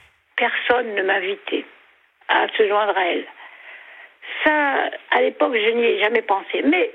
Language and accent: French; Tunis, Tunis Governorate, Tunisia; moved away; J'étais petite fille, je suis née à Tunis, et mes parents étaient, mon père catholique, d'une famille catholique, mais pas, lui n'était pas pratiquant du tout. Mmh. Ma mère, une famille juive, mais pas pratiquante.